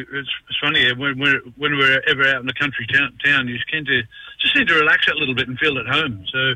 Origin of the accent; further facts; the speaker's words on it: Alice Springs, Northern Territory, Australia; Well, that's true, and we're both country lads. I was born and raised in Alice Springs.